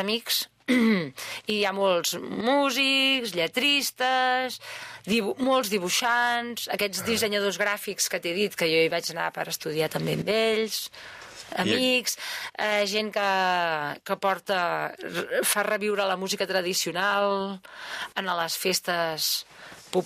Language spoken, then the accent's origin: Catalan; Catalonia, Spain; jo realment és que no em sento d'enlloc, però em sento de Catalunya, això sí.